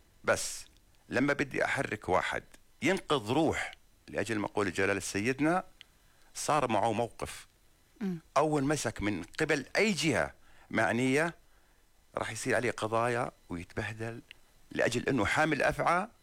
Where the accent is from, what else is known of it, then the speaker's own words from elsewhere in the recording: Jordan; احنا دائما نحب ننقل صورة ميدانية من الأردن من عرين الأسود